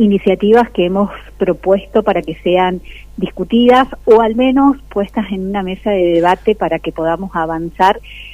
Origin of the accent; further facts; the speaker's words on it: Malargüe, Mendoza, Argentina; yo, en realidad, como malargüina, como, uh-huh, sureña, donde tenemos ríos tan importantes como el Río Grande, el Río Colorado